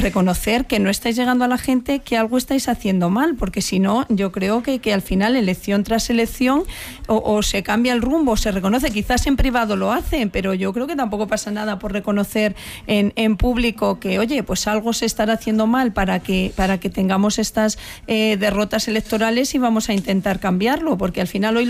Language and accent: Spanish; Castilla-La Mancha, Spain; pero yo que soy castellano manchega